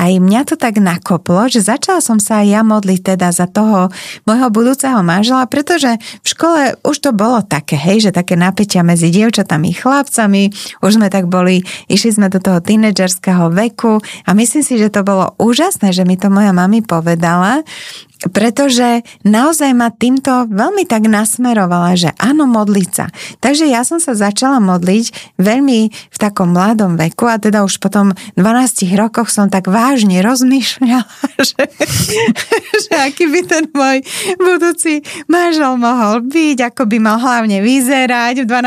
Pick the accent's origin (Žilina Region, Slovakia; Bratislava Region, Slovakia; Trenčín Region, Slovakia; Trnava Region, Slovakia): Bratislava Region, Slovakia; Bratislava; Ja som z Bratislavy.